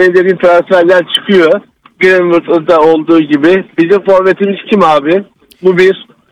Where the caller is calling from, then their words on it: Istanbul, Turkey; ben İstanbul'dan.